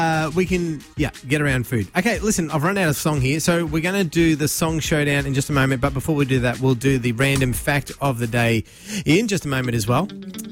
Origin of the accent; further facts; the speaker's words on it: Australia; Us poor Australians.